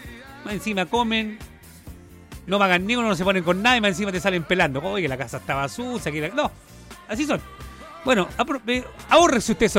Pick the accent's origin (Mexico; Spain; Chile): Chile; ¿Sí o no? Así somos los chilenos.